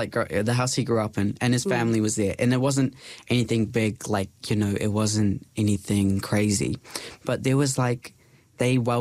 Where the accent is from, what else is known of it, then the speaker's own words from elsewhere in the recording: New Zealand; Like, I am from New Zealand. I came over